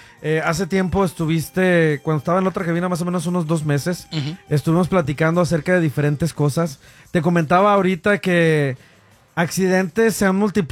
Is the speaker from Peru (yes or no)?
no; Los Angeles, California, United States; vengo del barrio, vengo de Echo Park, sí. Puro cholo.